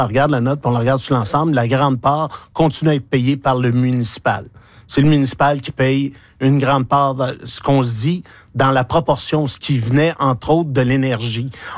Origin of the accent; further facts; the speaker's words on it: Sainte-Catherine-de-Hatley, Quebec, Canada; chez nous, à Sainte-Catherine-d'Atlée